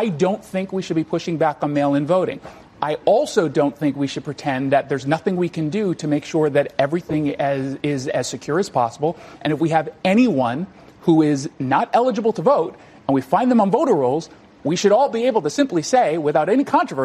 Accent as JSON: {"language": "English", "region": "Washington", "country": "United States", "said": "I come from a state that is 100% mail-in voting. I'm from Washington State."}